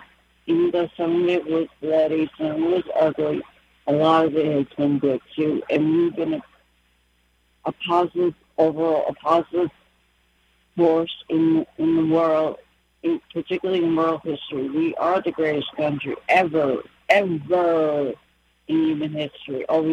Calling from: United States; Even though I'm a mixed heritage of our Heinz 57, some people say, I don't care. I'm American.

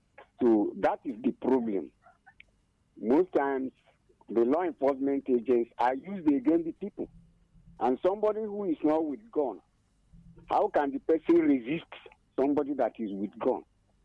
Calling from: Abani, Enugu State, Nigeria; I'm calling from Abani, Nkanu West.

